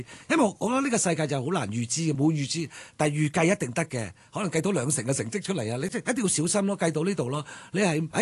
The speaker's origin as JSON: {"language": "Cantonese", "country": "Hong Kong", "tie": "born or raised there", "said": "我自己身為土生土長香港人，我梗係以香港為個基本㗎啦。"}